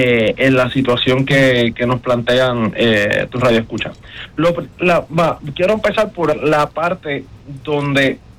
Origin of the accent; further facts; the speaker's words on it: Honduras; also born or lived in Mexico; now in United States; Yo soy, qué sé yo, soy paisano de Gustavo, soy hondureño, ¿okay? Y comencé mi travesía hacia los Estados Unidos, pero cuando estaba viniendo a Estados Unidos me quedé en México y estuve 9 meses en México